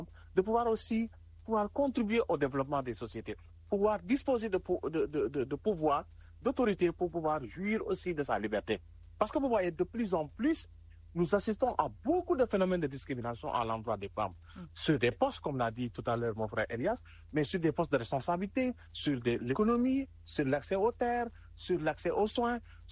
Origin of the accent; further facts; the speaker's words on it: Senegal; nous sommes des hommes, nous sommes des Africains, nous sommes des Sénégalais.